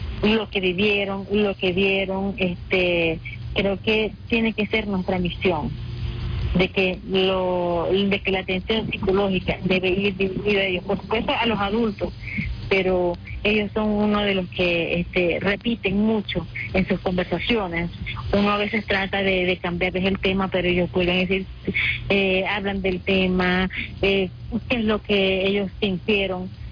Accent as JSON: {"language": "Spanish", "country": "Venezuela"}